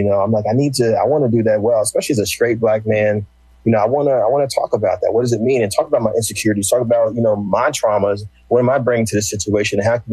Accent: New Jersey, United States; I didn't know that I was from North Jersey.

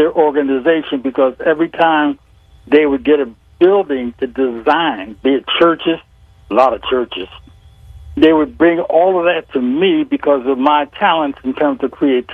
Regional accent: Philadelphia, Pennsylvania, United States; I was born in North Philadelphia. Let's start with that. I was born at 29th and Diamond, and you know, I lived in that whole area.

